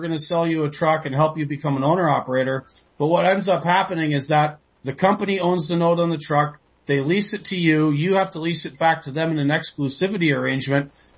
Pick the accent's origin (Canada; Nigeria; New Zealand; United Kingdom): Canada; moved away as an adult; now in United States; So I'm originally from Canada. I live in the United States now. I've been here for a decade. I'm working on becoming a naturalized citizen. I quite like America. But yes, I was born in Canada.